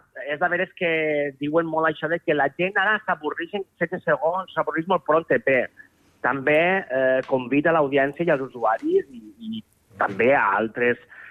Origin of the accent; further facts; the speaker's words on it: Albaida, Valencian Community, Spain; al meu poble heu de visitar, si anau al Baida, el Museu Internacional de Titelles